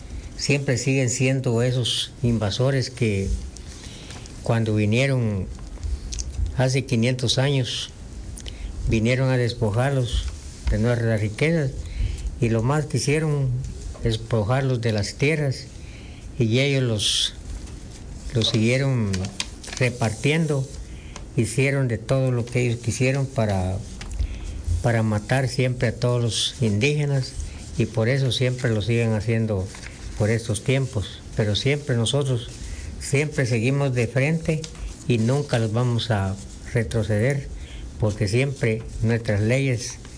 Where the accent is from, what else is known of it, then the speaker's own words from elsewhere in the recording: Ch'orti' area, Guatemala; No somos venidos de otro planeta. Entonces somos siempre ciudadanos guatemaltecos